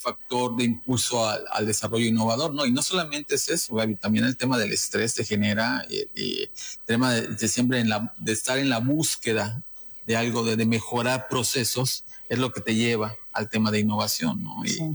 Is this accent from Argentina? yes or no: no; Mexico